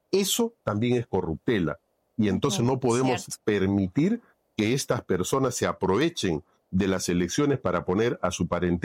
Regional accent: Peru; que como peruanos opino

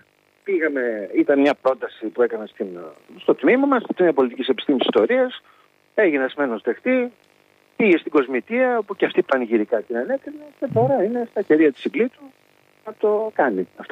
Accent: Greece

